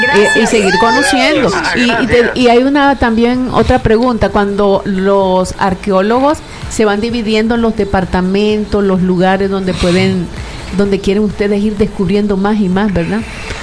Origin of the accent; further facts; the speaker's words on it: Nicaragua; Es un orgullo sentirse nicaragüense